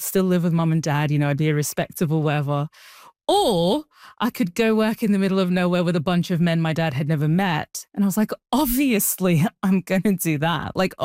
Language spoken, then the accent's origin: English; Australia; also born or lived in Sudan; orn in Sudan. I was raised in Australia.